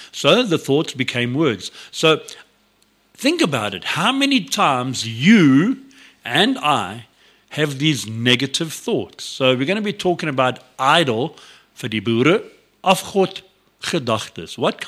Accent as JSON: {"language": "English", "town": "Alberton", "region": "Gauteng", "country": "South Africa", "tie": "born there", "said": "I come from Alberton."}